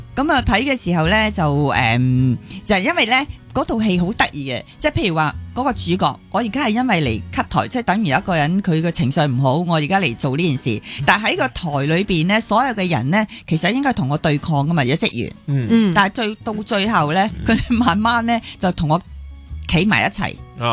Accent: Hong Kong; 其实几关我哋香港人士嘅，

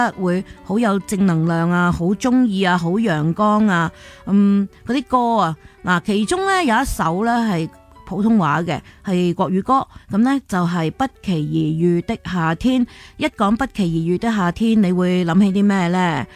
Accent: Qingyuan, Guangdong, China; 我系清远人。

